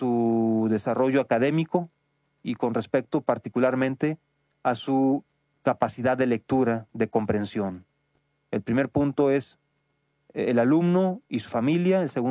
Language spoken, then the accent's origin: Spanish; Mexico